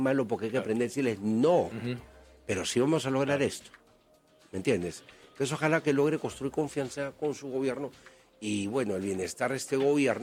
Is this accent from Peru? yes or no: yes; Peru; Y creo que logramos salir como peruanos unidos de todo ese problema.